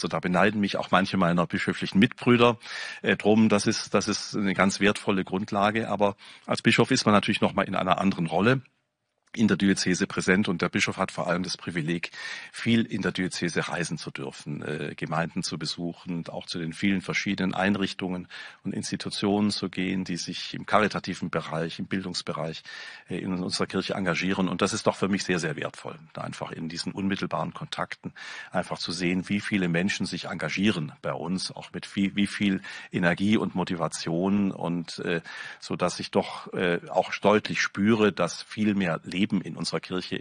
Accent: Stuttgart, Baden-Württemberg, Germany; ich bin in Stuttgart geboren und aufgewachsen, und das hat mich natürlich sehr sehr geprägt

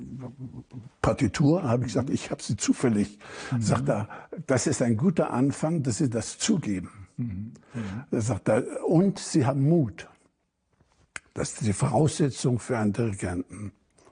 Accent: Germany; dann meinte er hier, aha, wo sind Sie her? Ich sage, ich bin Deutscher.

